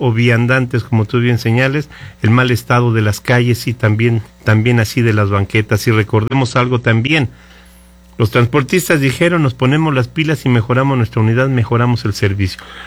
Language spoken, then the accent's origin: Spanish; Mexico